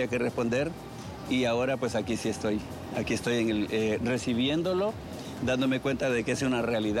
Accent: El Progreso, Yoro, Honduras; Vengo desde El Progreso, me encuentro muy alegre.

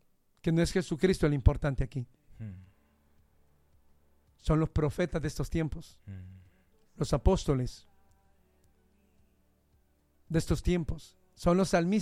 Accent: Honduras

